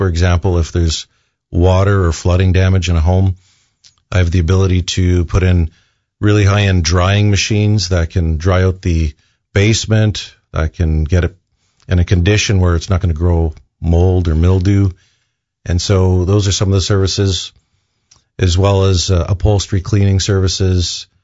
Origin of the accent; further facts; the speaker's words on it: Ste. Rose du Lac, Manitoba, Canada; I was born and raised in St. Rose du Lac, Manitoba, and growing up, I worked with my dad … we cleaned.